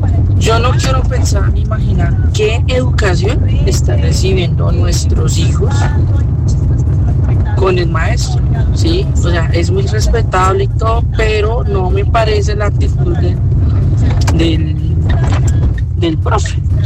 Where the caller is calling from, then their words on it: Colombia; cada uno de nosotros como colombianos y como seres humanos, nosotros somos libres y autónomos de votar